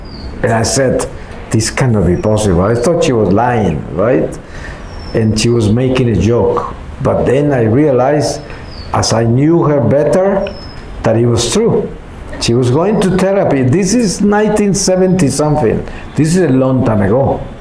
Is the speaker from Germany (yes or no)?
yes; Germany; now in Los Angeles, United States; I came from Germany, where I went to school